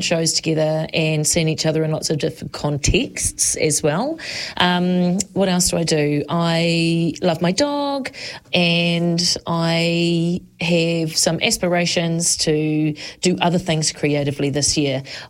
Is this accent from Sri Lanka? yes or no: no; Palmerston North, Manawatū-Whanganui, New Zealand; My blurb is that I am a Palmerston North local. I born and bred in Papaioia.